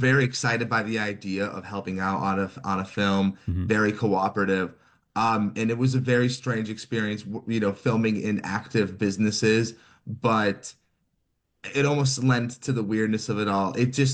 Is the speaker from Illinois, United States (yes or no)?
yes; Chicago, Illinois, United States; moved away; I'm actually from Chicago